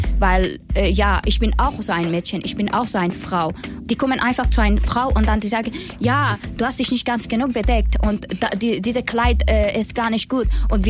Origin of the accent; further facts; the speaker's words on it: Afghanistan; German is a second language; now in Germany; Und wenn du das nicht machst, ich würde dich auch umbringen. Das würde einfach normal in meinem Heimatland. Die Taliban, die sind einfach nicht Menschen.